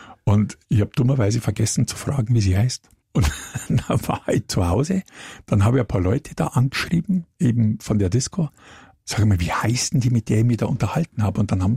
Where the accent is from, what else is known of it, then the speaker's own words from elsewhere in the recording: Munich, Bavaria, Germany; die laden mich als Münchner da ein oder was, das kann ich besser.